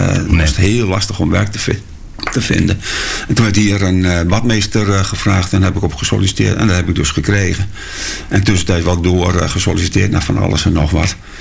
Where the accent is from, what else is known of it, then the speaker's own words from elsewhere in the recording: Hardenberg, Overijssel, Netherlands; Ik kom uit Hardenberg en wij zwommen vaak in de Vecht en in de Raderwijkerbeek.